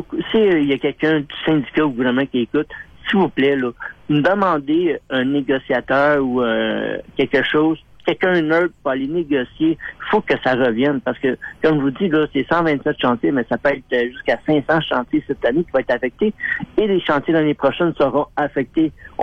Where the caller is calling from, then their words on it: Longueuil, Quebec, Canada; m'en retourne vivre chez nous à Longueuil.